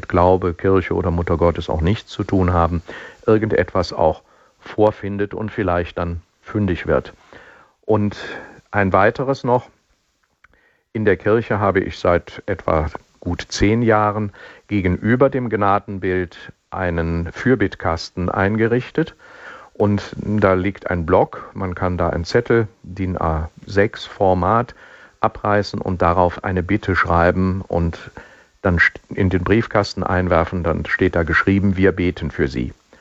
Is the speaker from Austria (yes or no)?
no; Rhineland, Germany; accent: Rhenish; Ich sage es mal rheinisch, ich bin ja Rheinländer.